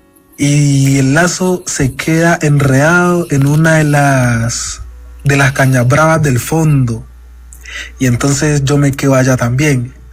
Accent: Cauca, Colombia; also born or lived in Puerto Tejada; Yo soy nacido en el Cauca

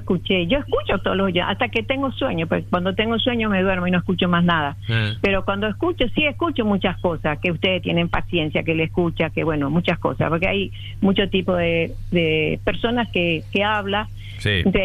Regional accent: Buenos Aires, Argentina; now in Paraguay; Yo te dije que yo me crié en Buenos Aires. Sí. Pero yo amo mucho el guaraní, demasiado. Y todo lo que sea guaraní, todo lo que sea de mi país, yo amo. Cuando yo vivía allá, demasiado amaba todo.

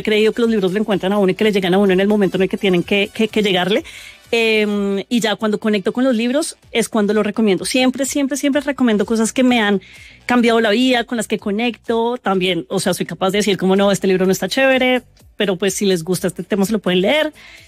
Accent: Bogotá, Colombia; Un beso de Dick, de un autor bogotano, es un libro maravilloso que también siento que todos como rolos nos lo tenemos que leer.

